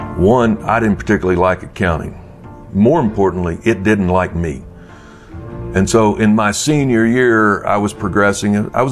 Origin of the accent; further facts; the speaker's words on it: Memphis, Tennessee, United States; this portion was in Memphis, Tennessee, my hometown.